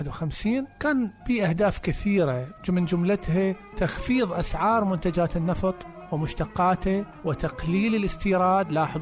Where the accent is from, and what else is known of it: Iraq